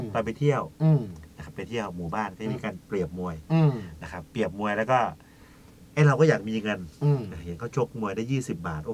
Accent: Yasothon, Thailand; ผมเป็นคนยโสธรนะครับพี่น้องอีสานเท่าขันฟังอยู่นะครับเป็นคนที่พันท่าสมอเลยครับตำบลม่วงอำเภอมหาชนชัยจังหวัดยโสธร

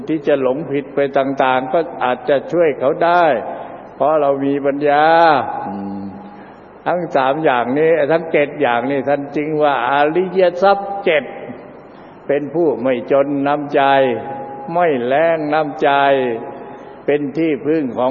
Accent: Isan, Thailand; เราก็เป็นคนภาคอีสาน 100%

